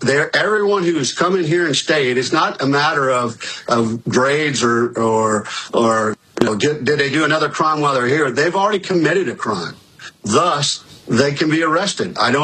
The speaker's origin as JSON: {"language": "English", "region": "Texas", "country": "United States", "lives_now": "Virginia, United States", "said": "I'm a Texan who became a Virginian."}